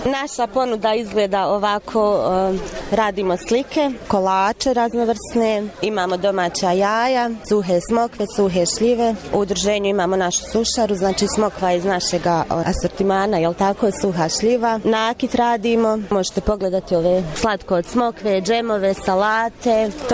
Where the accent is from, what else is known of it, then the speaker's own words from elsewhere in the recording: Mostar, Federation of Bosnia and Herzegovina, Bosnia & Herzegovina; Dolazimo iz Bijelog polja, tačnije Potoci, Mostar.